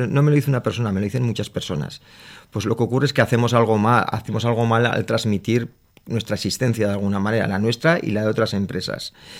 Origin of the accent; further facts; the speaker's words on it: Huesca, Aragon, Spain; nosotros somos de Huesca